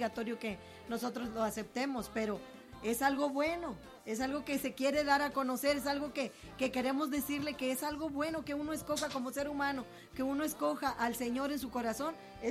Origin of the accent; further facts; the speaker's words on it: Linares, Nuevo León, Mexico; born there; moved away; allá en mi tierra, en Linares, Nuevo León.